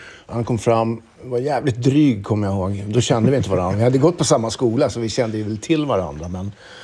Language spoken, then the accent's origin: Swedish; Upplands Väsby, Stockholm County, Sweden; Alltså Upplands Väsby där vi växte upp var ju... Var otroligt mycket musik.